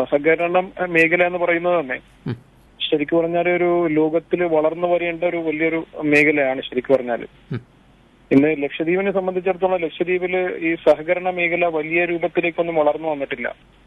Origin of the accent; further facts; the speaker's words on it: Kavaratti, Lakshadweep, India; ഞാൻ കവരത്തി ദ്വീപ് സ്വദേശിയാണ്.